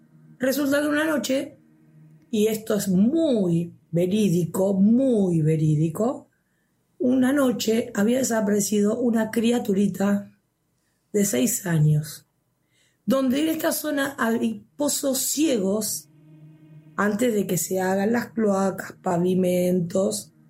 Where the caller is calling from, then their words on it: Lomas de Zamora, Buenos Aires Province, Argentina; Soy de Lomas de Zamora.